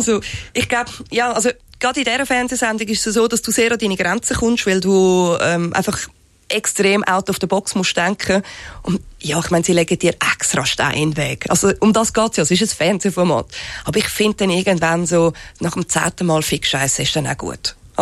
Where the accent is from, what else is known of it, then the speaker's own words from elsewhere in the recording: Switzerland; accent: Swiss German; first language Swiss German; Aber es ist auch jetzt gerade für mich unheimlich entspannend, Schweizerdeutsch zu reden. Weil das ist meine Muttersprache und nicht Hochdeutsch. Und das Schlimme ist halt einfach, ich bin in Deutschland immer ein Ausländer und in der Schweiz mittlerweile der Fremdgeher.